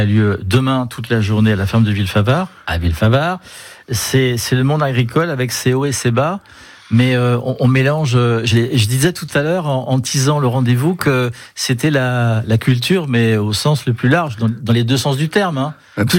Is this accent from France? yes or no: yes; Nouvelle-Aquitaine, France; Il y a une concentration plus importante d'éleveurs de moutons chez nous en Limousin